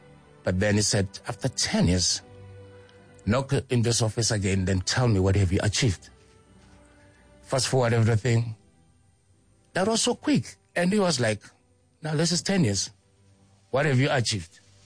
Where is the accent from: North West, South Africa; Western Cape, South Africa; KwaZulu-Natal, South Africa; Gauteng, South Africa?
Gauteng, South Africa; Soweto; When I was growing up in Soweto, signed for Kaizer Chiefs